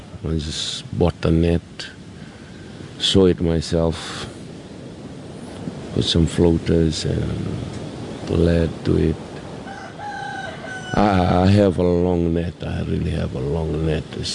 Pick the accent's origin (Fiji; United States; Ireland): Fiji; Naomangi; I'm from Naomangi village.